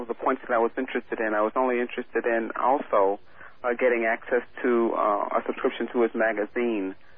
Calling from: Austin, Texas, United States; calling from Austin, Texas

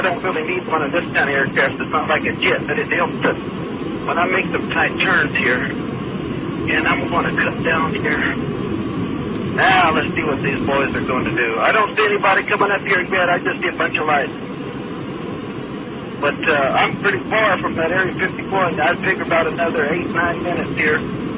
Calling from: United States; I'm a American. My family has been American for years

